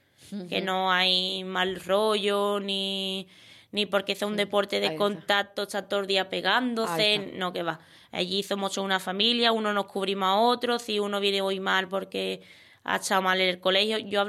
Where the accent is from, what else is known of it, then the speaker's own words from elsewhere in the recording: El Puerto de Santa María, Andalusia, Spain; mis colores desde aquí del puerto y satisfecho de ser andaluz.